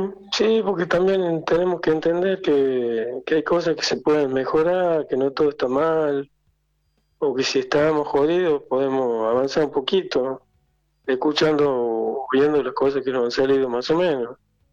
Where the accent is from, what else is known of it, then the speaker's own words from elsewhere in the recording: San Miguel de Tucumán, Tucumán, Argentina; born there; Yo soy nacido en San Miguel de Tucumán